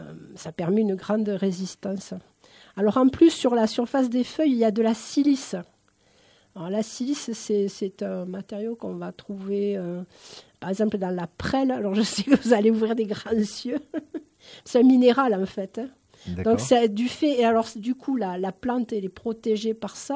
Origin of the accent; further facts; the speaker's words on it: Nîmes, Occitanie, France; je suis originaire de la région de Nîmes, donc ceci explique peut-être cela.